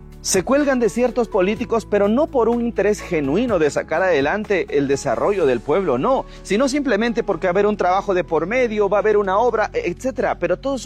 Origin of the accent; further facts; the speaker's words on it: Villarrica, Guairá, Paraguay; born there; Nací aquí en Villarrica, siento, amo esta tierra